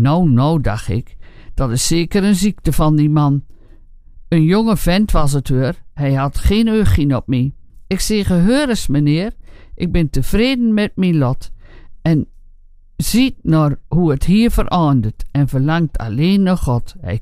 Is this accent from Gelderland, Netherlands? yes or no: yes; Gelderland, Netherlands; born there; also born or lived in Zwolle, Overijssel